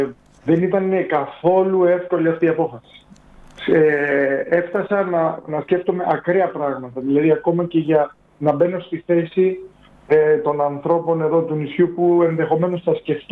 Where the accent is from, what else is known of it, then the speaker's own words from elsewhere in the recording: Leipsoi, South Aegean, Greece; Είναι ο τόπος μου, η Λειψή, είναι ο τόπος που γεννήθηκα, μεγάλωσα